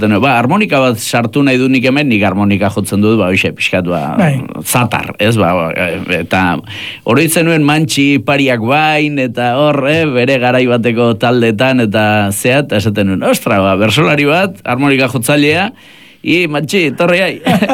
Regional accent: Errenteria, Basque Country, Spain; born there

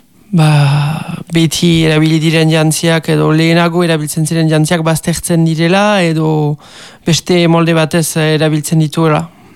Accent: Urrugne, Nouvelle-Aquitaine, France; Ez, Urruñakoa naiz, eta Urruñan bizi beti, bai.

